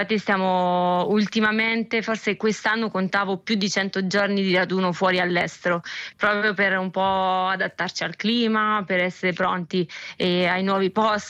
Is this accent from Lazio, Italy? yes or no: yes; Ostia, Lazio, Italy; E l'Italia, io sono di Ostia, e diciamo che quale umidità e caldo ci sta avvolgendo